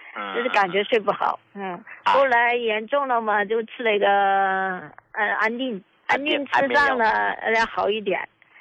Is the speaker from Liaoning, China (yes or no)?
no; Chongqing, China; 哎呀，太好了，我是重庆这边的患者。